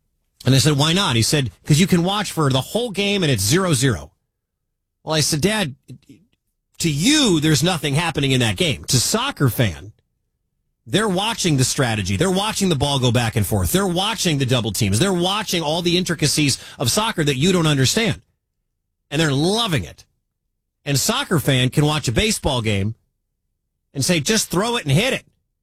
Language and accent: English; Michigan, United States; Well, 9 from Iowa, and I'm from Michigan.